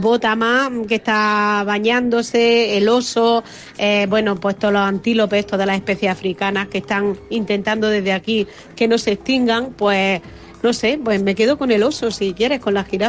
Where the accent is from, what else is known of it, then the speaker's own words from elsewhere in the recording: Jaén, Andalusia, Spain; now in Almería, Spain; tengo que decirte que soy de Jaén y vivo en Almería